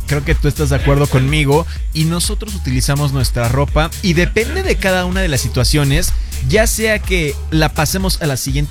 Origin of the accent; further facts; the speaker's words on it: Mexico; yo creo que como buen mexicano